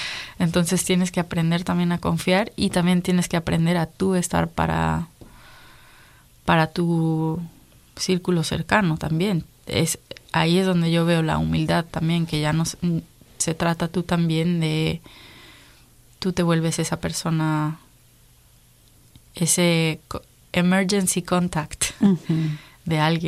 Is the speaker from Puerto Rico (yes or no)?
no; Mexico; Había cosas de mí como mexicana que yo no conocía o que no sabía que me importaban hasta que vine acá. Empiezas a preguntarte cosas de tu origen, de tu, como, sí, de tu pasado que en México daba por hecho